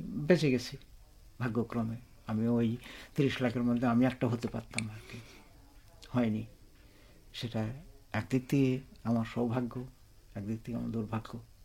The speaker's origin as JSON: {"language": "Bangla", "region": "Khulna Division", "country": "Bangladesh", "tie": "born there"}